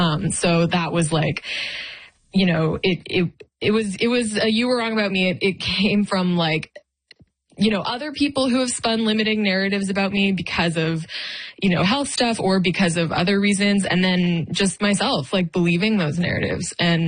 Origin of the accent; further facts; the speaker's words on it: Ontario, Canada; And they were performing at Boots and Hearts in my hometown. I mean, just outside my hometown this past Saturday.